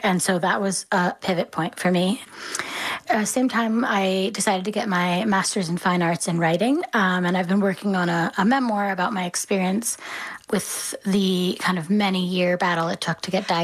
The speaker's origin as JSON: {"language": "English", "region": "East Coast", "country": "United States", "said": "I'm from the East Coast and things like that."}